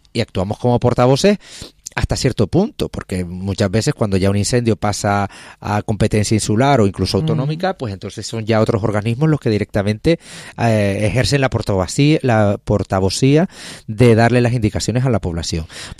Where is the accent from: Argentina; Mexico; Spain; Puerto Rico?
Spain; Canary Islands; Yo, como español y canario, demócrata y que defiendo los derechos humanos y los valores europeos, estoy feliz de que mi país